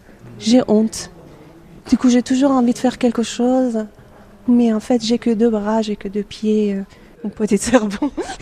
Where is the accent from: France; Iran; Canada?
Iran; moved away; j'ai pris cette décision de venir en Iran. Je l'ai dit une fois, j'étais à 3h, 4h de chez moi.